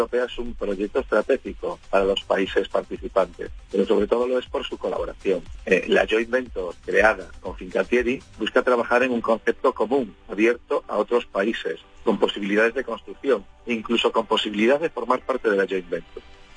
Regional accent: Ferrol, Galicia, Spain; porque de donde yo soy, de Ferrol, es exactamente lo mismo. Ferrol es una ciudad que vive, podemos decir, al 90% del astillero local.

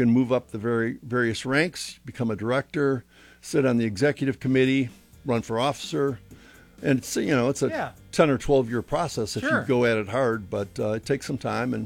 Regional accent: Michigan, United States; moved away as an adult; Born and raised in Michigan.

